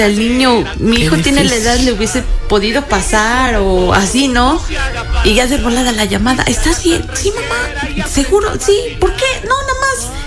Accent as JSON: {"language": "Spanish", "town": "Teziutlán", "region": "Puebla", "country": "Mexico", "said": "Mi reto era estar en Tezutlán, porque yo soy de aquí de Tezutlán."}